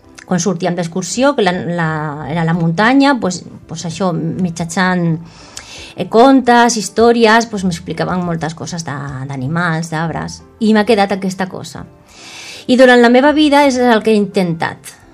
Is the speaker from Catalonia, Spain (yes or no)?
yes; Santa Coloma de Gramenet, Catalonia, Spain; vaig néixer a Santa Coloma de Gramenet, en un barri on mirava al cel i no veia quasi res, era tot gris.